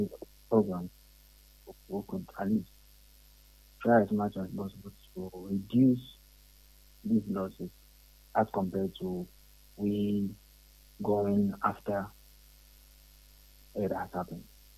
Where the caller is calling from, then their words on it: Takoradi, Western Region, Ghana; I'm calling from Takoradi.